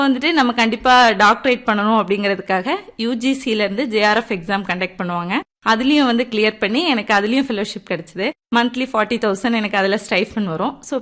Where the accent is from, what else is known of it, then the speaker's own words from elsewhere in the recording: Kanyakumari district, Tamil Nadu, India; நான் வந்துட்டு இளந்தேடுத்தட்டுங்கிற கன்னியாகுமரி மாவட்டத்துல இளந்தேடுத்தட்டுங்கிற கிராமத்துல பிறந்தேன்.